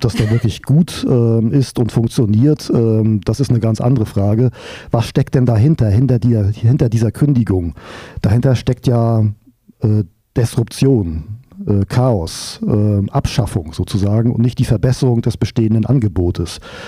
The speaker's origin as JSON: {"language": "German", "region": "East Germany", "country": "Germany", "tie": "born or raised there", "said": "Ich bin auch in der DDR aufgewachsen. Die ersten 18 Lebensjahre durfte ich in diesem Land verbringen."}